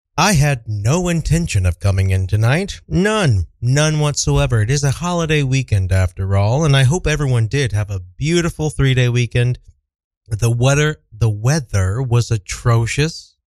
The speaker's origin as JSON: {"language": "English", "town": "Kansas City", "region": "Missouri", "country": "United States", "tie": "born or raised there", "lives_now": "Brooklyn, United States", "said": "the truth of the matter is, I grew up in Kansas City."}